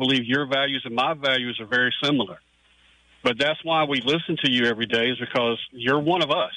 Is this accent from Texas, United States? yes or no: no; Alabama, United States; You know, I'm from Alabama, diehard Christian, you know